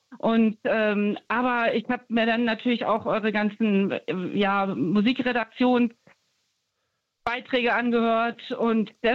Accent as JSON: {"language": "German", "town": "Stuttgart", "region": "Baden-Württemberg", "country": "Germany", "tie": "born or raised there", "said": "Ich komme tatsächlich, ich bin aufgewachsen in Stuttgart."}